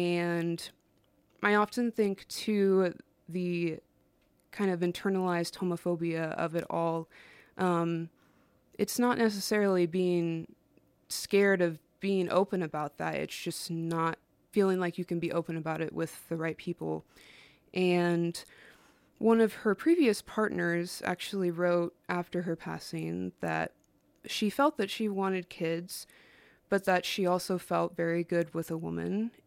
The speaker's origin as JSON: {"language": "English", "town": "Joplin", "region": "Missouri", "country": "United States", "said": "I'm actually from Joplin, Missouri."}